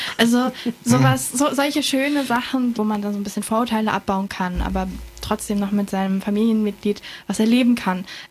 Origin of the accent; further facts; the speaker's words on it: Neubrandenburg, Mecklenburg-Vorpommern, Germany; weil ich komme aus Neubrandenburg